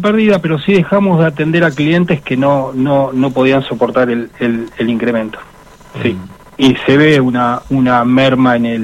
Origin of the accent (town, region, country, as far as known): Chubut, Argentina